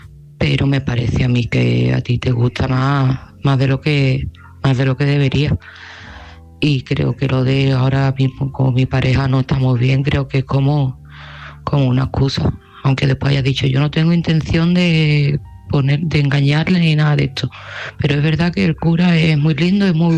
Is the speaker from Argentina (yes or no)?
no; Seville, Andalusia, Spain; de Sevilla y este mensaje va para Lola.